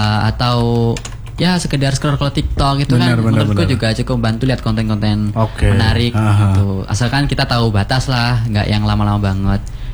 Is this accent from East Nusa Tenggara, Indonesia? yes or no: no; Banyuwangi, East Java, Indonesia; born there; first language Javanese; now in Malang, Indonesia